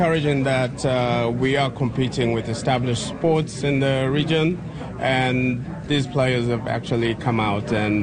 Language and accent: English; Zimbabwe; moved away; also born or lived in United Kingdom / Newfoundland; So I'm originally from Zimbabwe. I played in Zimbabwe, and my family moved to the UK, and I played there up to National 3. And then we moved to Newfoundland